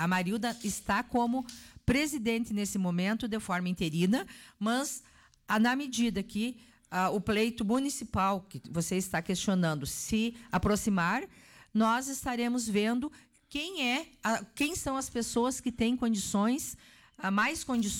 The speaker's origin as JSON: {"language": "Portuguese", "town": "Soledade", "region": "Rio Grande do Sul", "country": "Brazil", "said": "eu sou soledadense, amo a minha terra"}